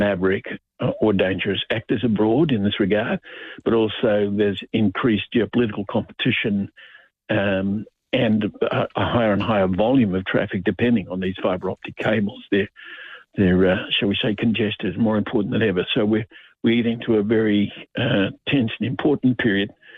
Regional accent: Australia; As an Australian, you want to understand where we're at, read the report from the ANU.

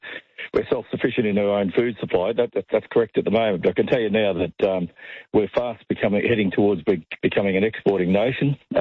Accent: New South Wales, Australia; Yeah, g'day, Tom. I'm a farmer from the Riverina

